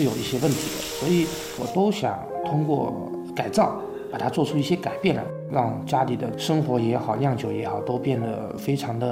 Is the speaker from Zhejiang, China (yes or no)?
yes; Shaoxing, Zhejiang, China; 那这个就是我们绍兴人的一个习俗吧